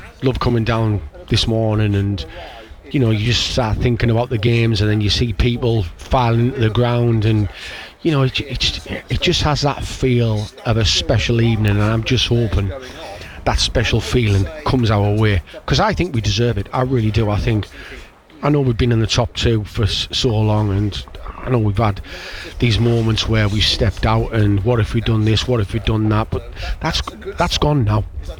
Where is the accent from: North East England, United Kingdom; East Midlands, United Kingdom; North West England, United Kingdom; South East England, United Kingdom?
North East England, United Kingdom; we're going to show you what we're all about, we're from Teesside, do you know what I mean, and give it your all